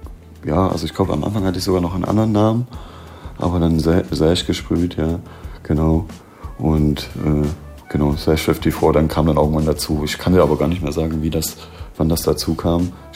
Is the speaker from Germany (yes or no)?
yes; Greiz, Thuringia, Germany; ich bin im Osten groß geworden, bei uns in so einer kleinen Stadt. Ich komme aus Greiz.